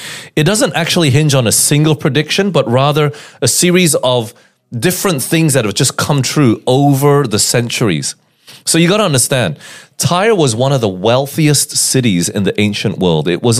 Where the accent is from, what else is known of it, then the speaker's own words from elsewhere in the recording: Australia; I was gone from Australia, and it came back, and I felt like it wasn't as safe as what it was 20 years ago.